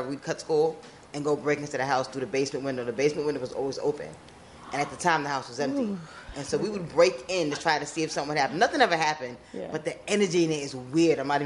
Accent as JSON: {"language": "English", "town": "Amityville", "region": "New York", "country": "United States", "tie": "born or raised there", "moved": "yes", "said": "Okay, well, I'm from Amityville, Long Island, okay. Originally."}